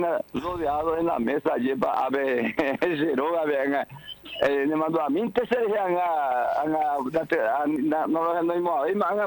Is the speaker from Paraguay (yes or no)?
yes; Paraguay; moved away; Y por fin, cordial saludo a toda la gente de mi tierra natal, de la cuarta compañía Tacurupután y Lambú, a todos los padres de ese lugar. Allí, ese lugar era mi este lugar de nacimiento, cuarta compañía Tacurupután y Lambú